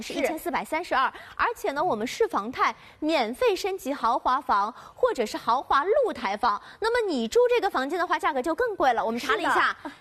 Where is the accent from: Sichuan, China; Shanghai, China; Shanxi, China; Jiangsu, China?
Shanghai, China; 我们上海人呢，一般去杭州跑西湖，